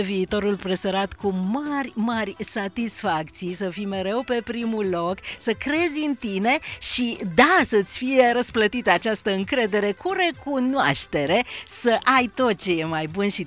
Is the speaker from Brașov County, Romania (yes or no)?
yes; Bran, Brașov County, Romania; sunt din Bran.